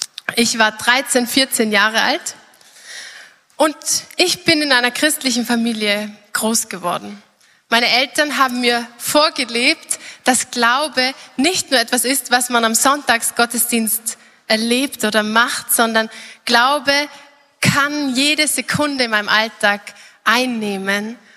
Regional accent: Trentino-Alto Adige, Italy; accent: South Tyrolean; Und ich komme zwar aus Südtirol und vielleicht erwartet ihr euch einen starken Dialekt

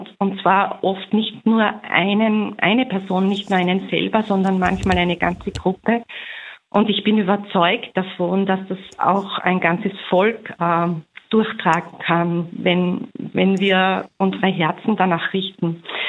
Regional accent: Styria, Austria; Ja, grüß Gott, ich komme aus der Steiermark und ich hab eher zufällig Radio Maria aufgedreht.

